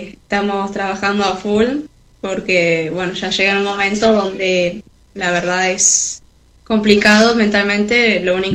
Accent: Luján, Buenos Aires Province, Argentina; born there; un colegio que está en Luján

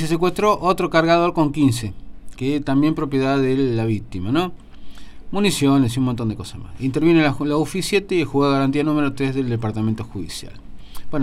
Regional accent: Argentina; somos así los argentinos

